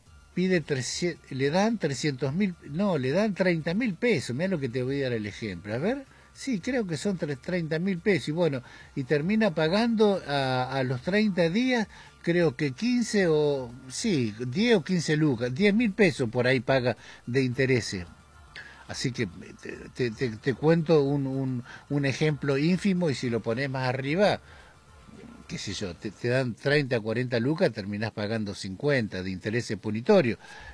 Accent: Neuquén, Argentina; cómo estamos viviendo los argentinos, los neuquinos en general.

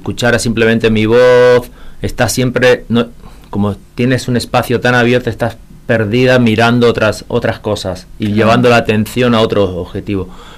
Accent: Posadas, Misiones, Argentina; also born or lived in Barcelona, Spain; Bueno, soy español, nacido en español, pero en España, Barcelona. Pero de pequeño mis padres hicieron una aventura y con 8 años viví 11 años aquí en Posadas.

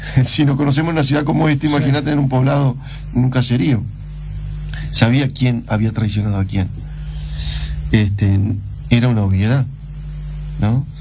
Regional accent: Argentina; como ahora para el mundial todos somos argentinos

